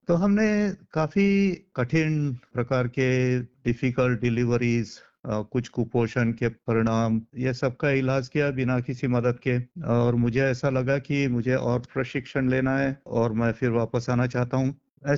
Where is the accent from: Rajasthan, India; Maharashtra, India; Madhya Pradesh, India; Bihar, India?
Maharashtra, India; Ballarpur; moved away as an adult; also born or lived in Nagpur, India; now in Australia; मैं एक छोटे गांव में पला बड़ा हूँ, बल्लारशाह नाम का।